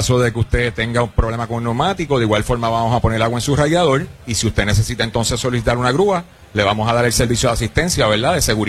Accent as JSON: {"language": "Spanish", "town": "Ciales", "country": "Puerto Rico", "said": "somos de allá, con orgullo, de la montaña, del barrio Cialitos de Ciales."}